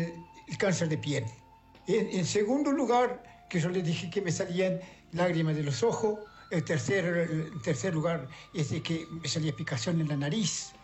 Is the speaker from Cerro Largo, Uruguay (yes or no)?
no; Pueblo Sequeira, Artigas, Uruguay